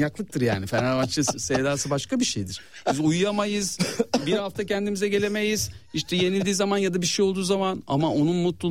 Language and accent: Turkish; Sivas, Turkey; benim Sivas'ta benim köyümde bağlama çalıyorum